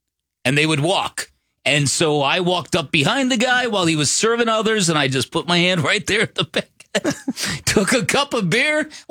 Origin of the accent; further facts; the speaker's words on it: Chicago, Illinois, United States; growing up on the South Side.